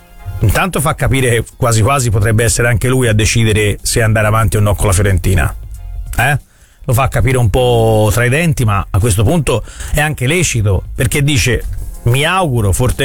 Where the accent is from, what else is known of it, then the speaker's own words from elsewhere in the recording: Florence, Tuscany, Italy; perché essendo fiorentino a me piace l'ironia